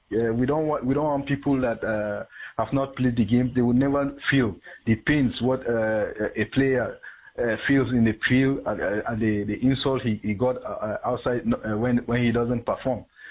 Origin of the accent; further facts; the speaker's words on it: Jos, Plateau, Nigeria; We've been together. We grew up in Jos here, and someone that I know very, very well.